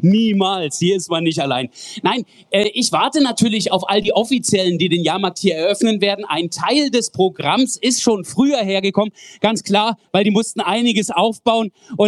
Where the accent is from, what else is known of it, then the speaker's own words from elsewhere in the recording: Bad Kreuznach, Rhineland-Palatinate, Germany; für uns Bad Kreuznach